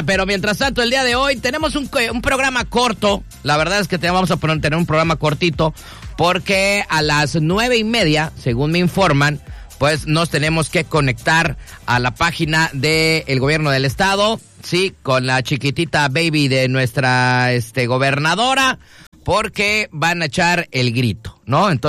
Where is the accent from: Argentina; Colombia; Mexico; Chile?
Mexico; hoy somos más mexicanos que nunca